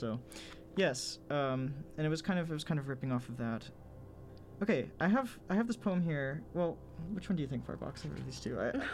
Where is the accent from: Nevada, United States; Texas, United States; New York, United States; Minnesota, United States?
Texas, United States; Duncanville, Texas, which is close to my hometown.